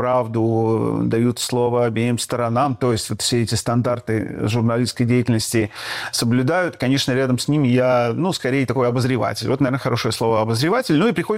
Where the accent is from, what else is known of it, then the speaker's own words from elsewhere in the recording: Odesa, Odesa Oblast, Ukraine; born there; Я родился в СССР. Ну, родился в городе Одессе. Угу. И, в принципе, ну, скажем так, внутренне никуда оттуда не уезжал.